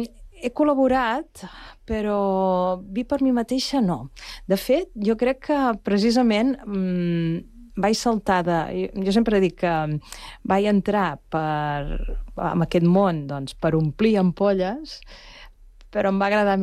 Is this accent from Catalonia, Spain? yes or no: yes; Valls, Catalonia, Spain; jo soc de Valls